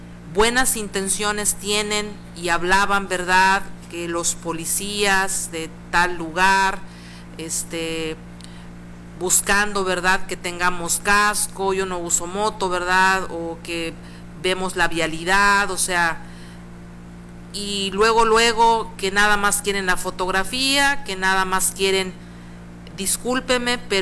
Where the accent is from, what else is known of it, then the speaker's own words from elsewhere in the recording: Huasteca, Mexico; en mi tierra, la Huasteca